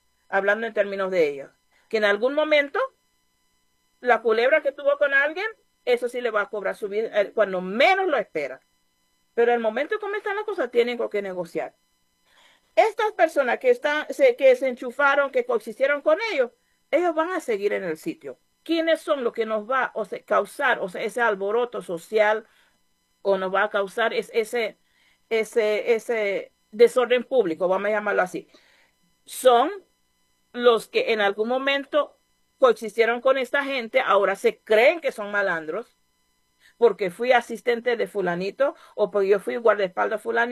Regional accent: Bolívar, Venezuela; Pueblo Pemón. ¿Cuántos de nosotros estamos preparados para empleo?

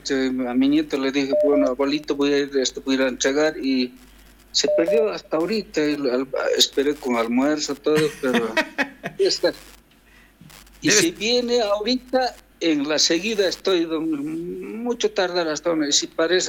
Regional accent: Independencia, Cochabamba, Bolivia; moved away; saludar a mi pueblo, provincia de Upaya, municipio de Independencia, distrito 8, que es Chilpapam.

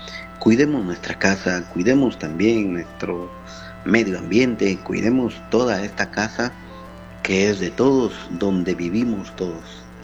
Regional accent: Salamá, Baja Verapaz, Guatemala; como zalamateco que soy

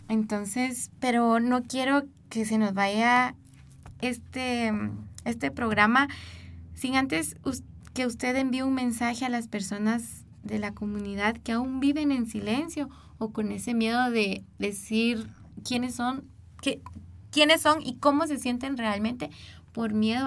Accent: Guatemala

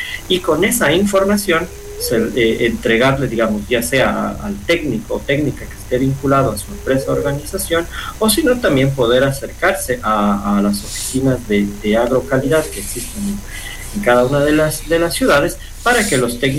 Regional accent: Ecuador; a nosotros como ecuatorianos, al estar aquí

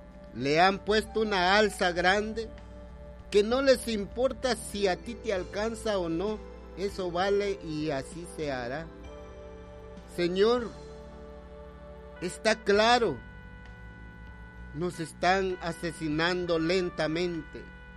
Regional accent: Poptún, Petén, Guatemala; la capital de mi pueblo, Pocton, o departamento de Petén

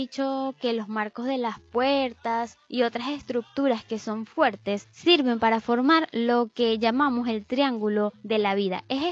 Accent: Venezuela

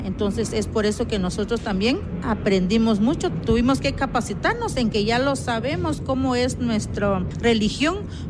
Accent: Alta Verapaz, Guatemala; first language Q'eqchi'; Spanish is a second language; soy de Alta Verapaz y mi idioma es Xerchi.

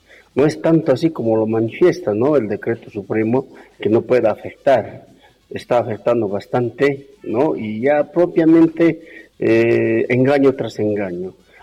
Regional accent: Bolivia; como bolivianos, nosotros nos sentimos nuevamente afectados.

